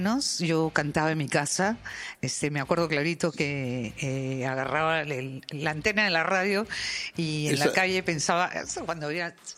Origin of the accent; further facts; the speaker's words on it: Bogotá, Colombia; born there; yo nací en Bogotá, en Colombia. Mis papás holandeses y corazón peruanísimo, por si acaso.